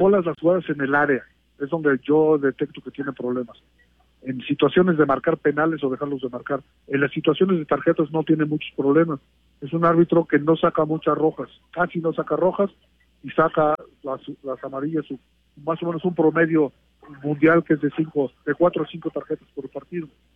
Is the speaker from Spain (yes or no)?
no; Mexico; Sería el consuelo que nos queda como mexicanos, seguir soñando con que nuestro árbitro mexicano pite semis o pite la gran final, ¿no?